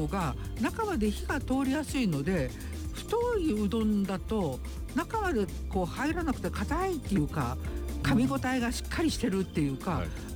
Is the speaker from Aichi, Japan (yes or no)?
no; Hiroshima, Japan; now in Mito, Japan; あ、私やっぱり広島育ちだから、